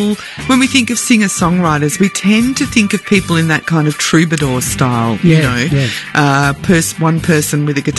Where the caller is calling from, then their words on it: New South Wales, Australia; And I'm coming from Ewan Country on the New South Wales South Coast.